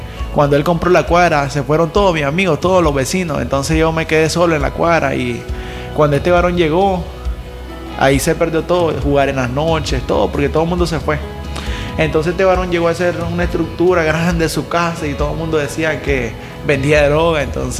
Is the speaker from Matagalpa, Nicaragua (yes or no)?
no; Tipitapa, Managua, Nicaragua; yo soy de Tipitapa, de Managua, la capital, si no conocen algunas personas.